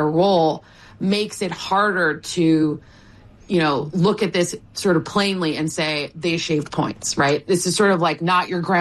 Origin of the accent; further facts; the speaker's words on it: Cleveland, Ohio, United States; my hometown of Cleveland, Ohio